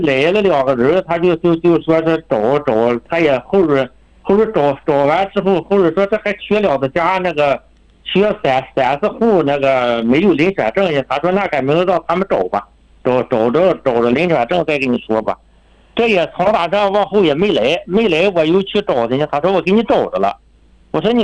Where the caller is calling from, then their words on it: Chifeng, Inner Mongolia, China; 我是赤峰市，翁牛特旗的